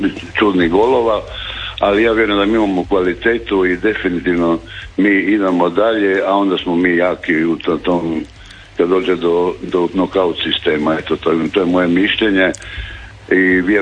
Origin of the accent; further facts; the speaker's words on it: Lošinj, Primorje-Gorski Kotar County, Croatia; ja sam inače profesionalni pomorac, sa Lošinja sam